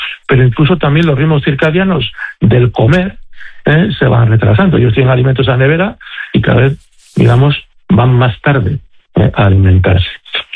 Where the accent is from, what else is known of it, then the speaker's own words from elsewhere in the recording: Region of Murcia, Spain; soy de Murcia